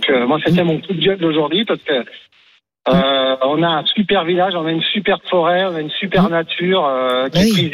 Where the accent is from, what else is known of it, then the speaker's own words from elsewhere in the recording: Barbizon, Île-de-France, France; je suis natif de Barbizon, un super village.